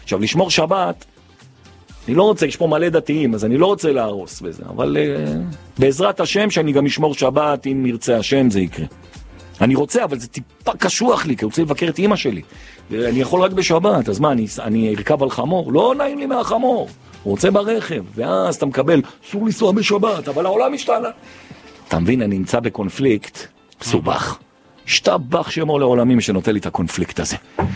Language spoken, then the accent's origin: Hebrew; Jerusalem, Jerusalem District, Israel; עכשיו אני ירושלמי, נולדתי קצת מוזר. לא יודע, אני אוהב את ירושלים בצורה דבילית לגמרי.